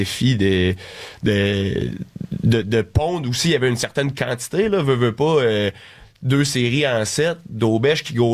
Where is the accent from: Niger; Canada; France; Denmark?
Canada; Quebec; en tant que Québécois